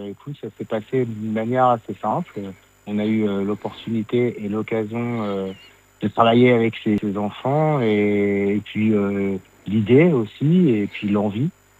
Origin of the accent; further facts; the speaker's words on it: Lille, Hauts-de-France, France; on vient de Lille, donc tu sais, Lille, c'est un carrefour, hein. On est à 30 minutes de Bruxelles, 45 minutes de Paris, on n'est pas loin de l'Angleterre